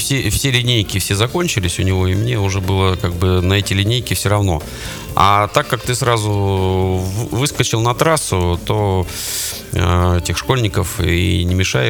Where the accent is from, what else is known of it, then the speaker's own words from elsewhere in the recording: Russia; born there; все мы родились в России, в Советском Союзе